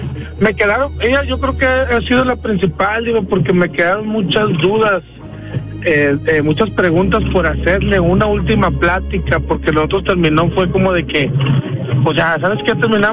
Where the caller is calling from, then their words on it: San Nicolás de los Garza, Nuevo León, Mexico; Ahorita ando aquí en San Nicolás.